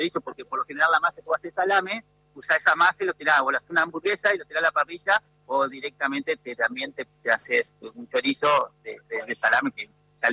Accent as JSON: {"language": "Spanish", "town": "Viale", "region": "Entre Ríos", "country": "Argentina", "tie": "born there", "said": "yo tenía acá a 50 kilómetros, donde nací en Viale, tengo un pequeño lugar donde procesamos la carne."}